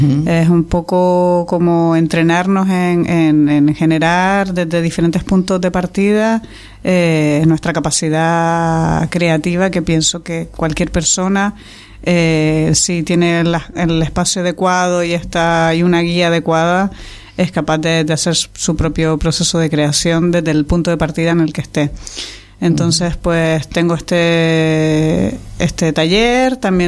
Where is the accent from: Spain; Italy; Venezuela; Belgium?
Spain; Canary Islands; moved away as an adult; also born or lived in Barcelona